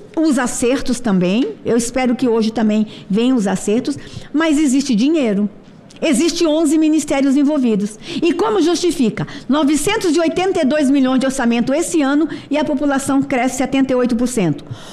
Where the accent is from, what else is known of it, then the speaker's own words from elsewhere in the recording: Brasília, Federal District, Brazil; Eu que sou de Brasília, o meu povo de Brasília que me acompanha